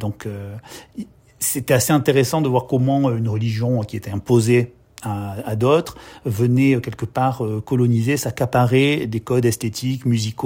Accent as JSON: {"language": "French", "country": "France", "said": "je m'interroge beaucoup en tant que Français, ressortissant d'un pays qui a eu un énorme, immense empire colonial, qui a une histoire coloniale complexe"}